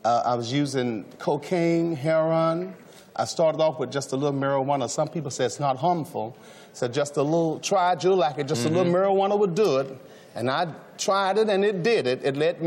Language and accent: English; Macon, Georgia, United States; moved away; being from my hometown, Macon, Georgia, where I'm from a little boy